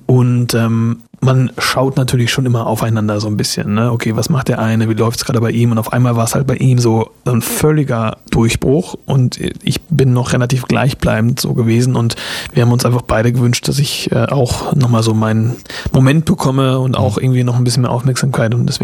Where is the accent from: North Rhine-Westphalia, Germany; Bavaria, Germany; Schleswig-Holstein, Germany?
Schleswig-Holstein, Germany; Lindau; also born or lived in Eckernförde / Dollerup; da bin ich geboren, genau, und aufgewachsen in Lindau. Nicht Lindau am Bodensee, sondern Lindau an der Schlei, ganz im Norden.